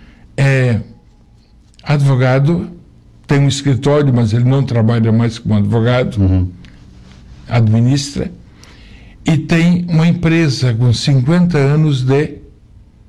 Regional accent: Taió, Santa Catarina, Brazil; born there; moved away

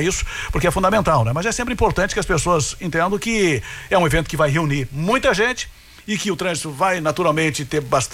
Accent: Rio Grande do Sul, Brazil; now in Jaraguá do Sul, Brazil; Eu não estava aqui lá em 1976, sou gaúcho.

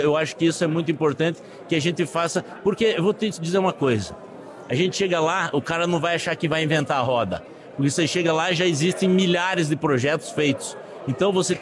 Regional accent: Paraná, Brazil; moved away; na emoção de estar aqui de volta na minha terra natal

